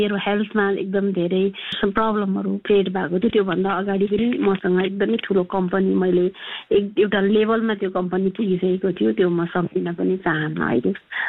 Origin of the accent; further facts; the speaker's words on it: Gundu, Bagmati, Nepal; म जन्मेको चाहिँ भक्तपुरको गुन्डु, अहिले फेमस नै छ गुन्डु भन्ने ठाउँ।